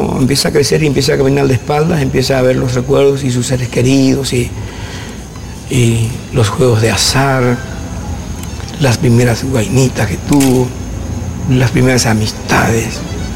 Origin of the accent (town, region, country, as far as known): Corrientes, Argentina